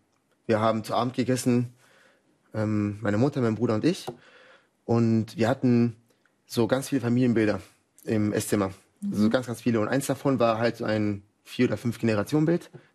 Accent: Colombia; Aber woran ich mich halt als Kind in Kolumbien stark erinnern kann, waren halt so ein paar übernatürliche Sachen, die passiert sind.

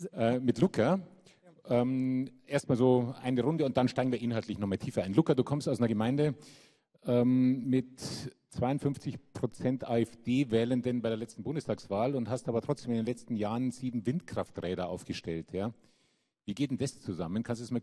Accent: Germany; ich komme jetzt aus Bayern, Baden-Württemberg

